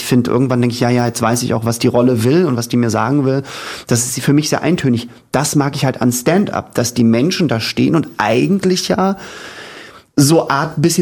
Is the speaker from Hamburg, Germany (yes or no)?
yes; Hamburg, Germany; Ich komme aus Hamburg